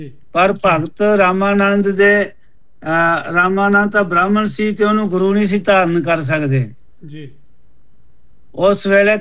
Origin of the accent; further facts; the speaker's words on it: Punjab, India; moved away; ਜਿਵੇਂ ਅਸੀਂ ਭਾਰਤੀ ਹਾਂ, ਸਾਡਾ ਸੱਭਿਆਚਾਰ ਪੰਜਾਬੀ ਤੇ ਵਿਦੇਸ਼ਾਂ ਵਿੱਚ ਆ ਕੇ ਅਸੀਂ ਵੀ ਪੱਛਮੀ ਸੱਭਿਆਚਾਰ ਵਿੱਚ ਰਹਿਣ ਕਰਕੇ